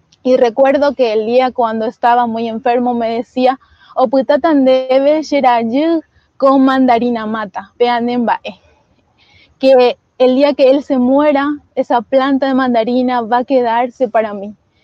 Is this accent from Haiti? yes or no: no; Chaco, Paraguay; del Chaco Paraguayo.